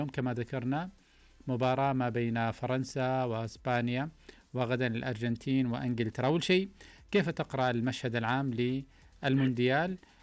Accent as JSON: {"language": "Arabic", "country": "Saudi Arabia"}